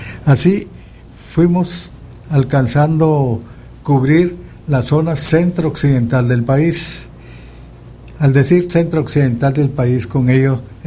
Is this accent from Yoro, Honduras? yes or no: no; Siguatepeque, Comayagua, Honduras; born there; also born or lived in San Marcos de Colón; yo soy nacido de Siguatepec, en el centro del país